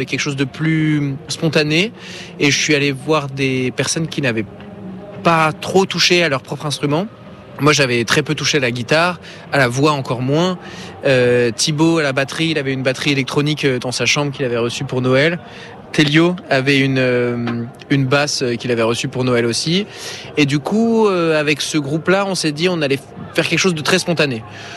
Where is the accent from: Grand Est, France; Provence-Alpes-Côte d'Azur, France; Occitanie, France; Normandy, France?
Grand Est, France; Strasbourg; on vient de Strasbourg.